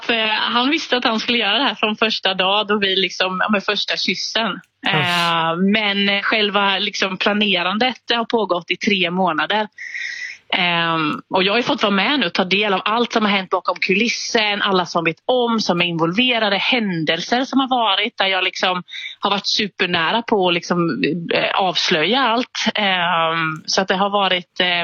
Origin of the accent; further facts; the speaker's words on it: Småland, Sweden; jag är från Småland